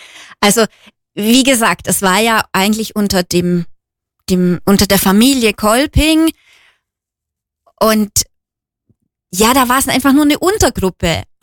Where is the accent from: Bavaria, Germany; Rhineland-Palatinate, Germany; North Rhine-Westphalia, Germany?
Bavaria, Germany; Günzburg; now in Kempten, Germany; Also ich komme aus Günzburg an der Donau und da gab es auch eine Theatergruppe, da habe ich schon mitgespielt. Bin dann nach Kempten gekommen